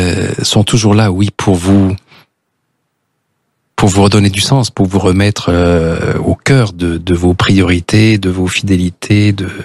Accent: Nice, Provence-Alpes-Côte d'Azur, France; au Salon du Livre de Nice, en fait, c'était là que se donnait le prix dans ma ville natale, par hasard, quoi.

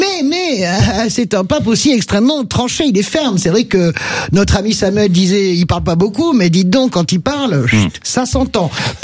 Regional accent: Lourdes, Occitanie, France; Chez moi à Lourdes, hein, là, moi je dis, c'est chez moi, hein, je la connais tellement bien cette grotte.

